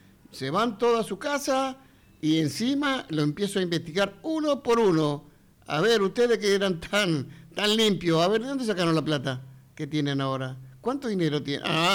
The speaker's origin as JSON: {"language": "Spanish", "country": "Argentina"}